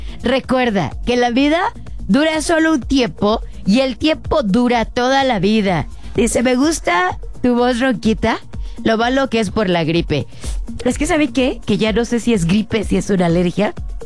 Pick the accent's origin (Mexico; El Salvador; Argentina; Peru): Mexico; Porque así somos los mexicanos.